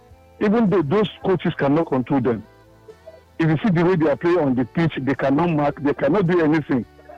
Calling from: Nigeria; I'm calling from Naideki.

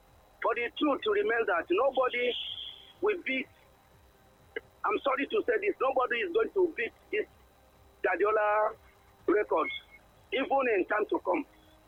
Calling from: Apapa, Lagos, Nigeria; I'm calling from Apapa.

